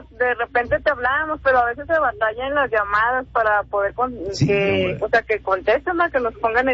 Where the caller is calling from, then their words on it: Parras, Coahuila, Mexico; De aquí, de Parras.